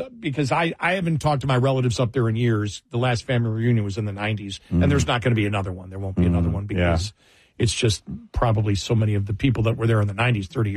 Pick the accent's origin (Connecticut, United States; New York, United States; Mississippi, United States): New York, United States; Buffalo; born there